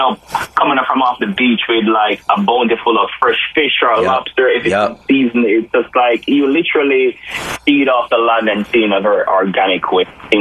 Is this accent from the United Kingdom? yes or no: no; Jamaica; now in New York, United States; because when I moved from Jamaica to New York, that was one of the things that I really wanted